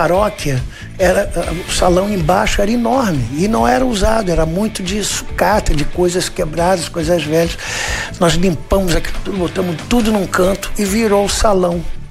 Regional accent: Rio de Janeiro, Brazil; Eu fui batizado, fiz primeira comunhão na igreja, né? Que tem em Cavalcante, né? Apóstolo de São Pedro. Fica no Antônio Saraiva, número 23. Isso aí. E ali eu cresci.

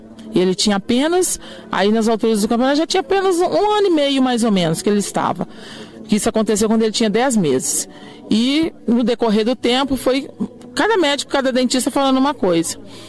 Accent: Juiz de Fora, Minas Gerais, Brazil; Juiz de Fora.

